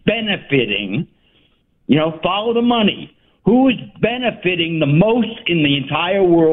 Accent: Providence, Rhode Island, United States; moved away as an adult; now in Las Vegas, United States; I grew up there, but I live in Las Vegas.

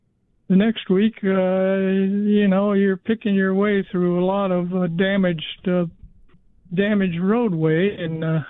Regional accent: California, United States; You know, when I grew up in California, we carried our 22 pistols and our holster into the grocery store.

